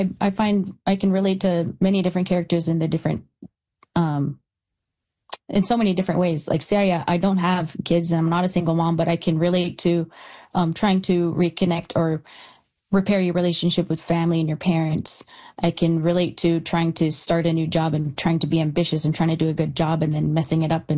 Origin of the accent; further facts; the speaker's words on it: the South, Canada; moved away; So me growing up in the South